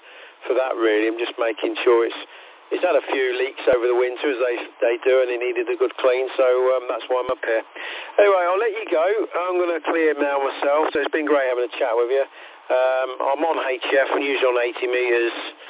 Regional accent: East Midlands, United Kingdom; I mean, I'm from originally from Northamptonshire. They moved up to Lincolnshire.

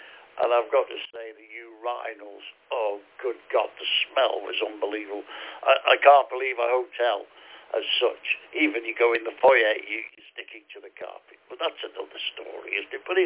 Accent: Ellesmere Port, North West England, United Kingdom; I'm known as what you call a plastic scouser. I'm from the Wirral. In fact, Ellesmere Port right down the bottom.

